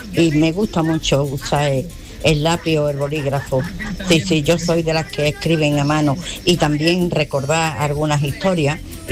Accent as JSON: {"language": "Spanish", "town": "Alcalá", "country": "Spain", "said": "Bueno, un saludo. … de Alcalá."}